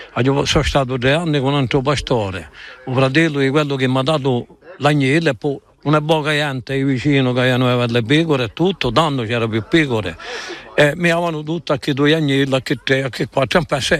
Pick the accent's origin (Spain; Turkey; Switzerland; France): France; Penta-di-Casinca, Corsica; La Panta di Casinca.